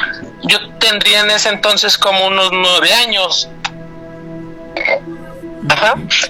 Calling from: Ecatepec, State of Mexico, Mexico; Ecatepec.

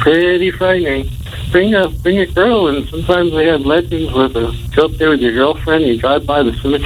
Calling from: Harbor City, United States; I'm from Harbor City, here in Harbor City.

